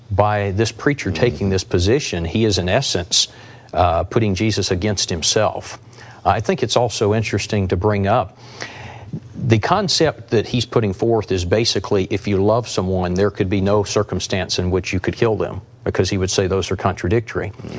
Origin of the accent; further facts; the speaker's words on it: Charleston, South Carolina, United States; I particularly feel the pain, being my hometown.